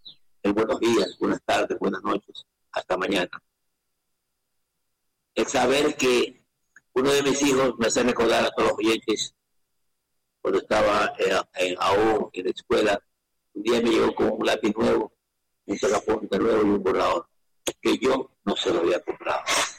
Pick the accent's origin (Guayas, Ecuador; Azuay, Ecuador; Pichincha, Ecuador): Guayas, Ecuador; Guayaquil; born there; now in Durán, Ecuador; yo nací en Guayaquil, vivo en Durán, nací en ese hermoso barrio de las cinco esquinas.